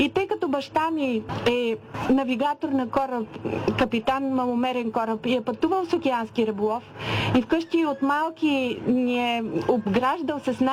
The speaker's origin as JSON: {"language": "Bulgarian", "town": "Burgas", "region": "Burgas Province", "country": "Bulgaria", "tie": "born or raised there", "moved": "yes", "lives_now": "Sofia, Bulgaria", "said": "аз съм родом от Бургас и се връщам тук много често, но живея в София"}